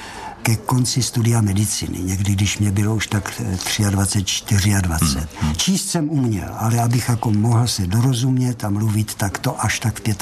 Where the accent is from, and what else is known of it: Brno, South Moravian Region, Czechia; moved away as an adult; also born or lived in Paris / Prague